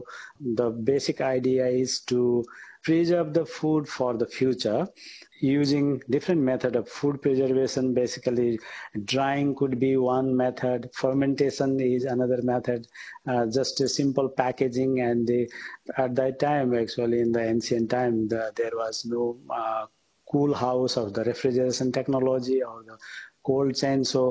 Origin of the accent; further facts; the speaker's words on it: Nepal; moved away as an adult; now in Australia; Yeah, I am born in Nepal and studied food science there. Basically, I am from the farmer background, peasant background.